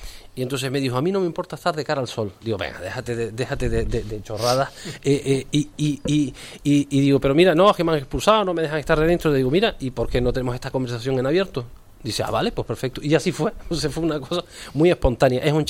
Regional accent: Canary Islands, Spain

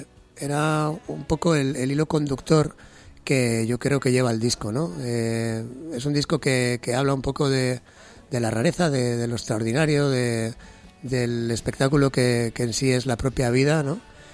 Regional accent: Cantabria, Spain; born there; now in Canary Islands, Spain; En la tierra donde yo nací, Cantabria, y donde vivo desde hace muchos años, Canarias.

